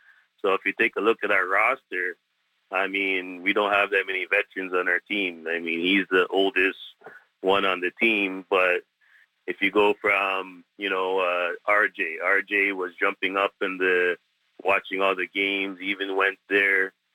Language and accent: English; Toronto, Ontario, Canada; I'm born and raised in Toronto. You know, I'm 48 years old.